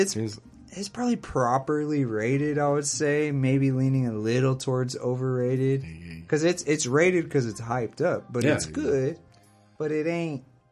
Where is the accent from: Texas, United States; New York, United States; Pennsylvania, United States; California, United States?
California, United States; San Jose; since I'm from San Jose